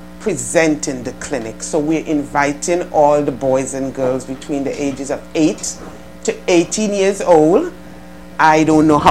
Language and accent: English; Glanville's, Saint Philip, Antigua & Barbuda; now in Maryland, United States; I grew up in Glanville's Village. And I now reside in Maryland.